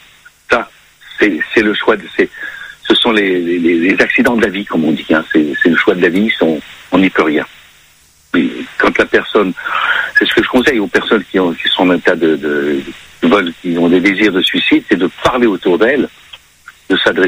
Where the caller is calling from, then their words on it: Paris, Île-de-France, France; je suis sur Paris